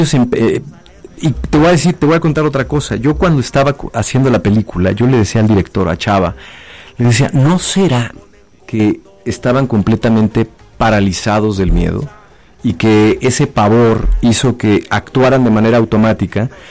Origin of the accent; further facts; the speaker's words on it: Mexico; nosotros como mexicanos